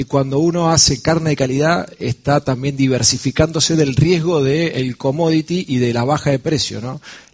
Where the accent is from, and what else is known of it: Argentina